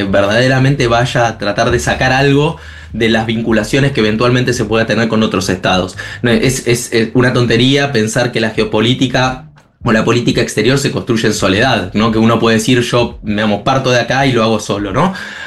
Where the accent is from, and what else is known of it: Argentina